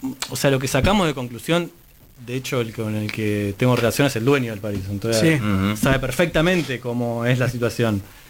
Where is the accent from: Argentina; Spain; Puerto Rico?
Argentina; Temperley, Buenos Aires Province; Yo nací en el Lawntenny de Temperley, club social, donde pasé los primeros 13 años de mi vida en ese club.